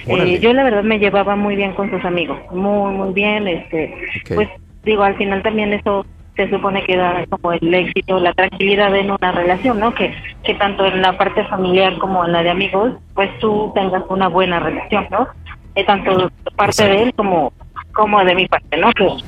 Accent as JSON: {"language": "Spanish", "town": "Benito Juárez", "region": "Mexico City", "country": "Mexico", "said": "38 años y de la alcaldía Benito Juárez."}